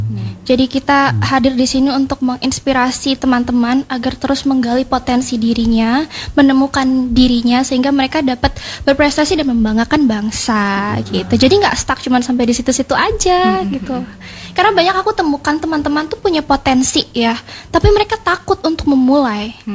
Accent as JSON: {"language": "Indonesian", "region": "East Nusa Tenggara", "country": "Indonesia", "tie": "born or raised there", "said": "sebagai remaja yang tumbuh dan besar di Nusa Tenggara Timur"}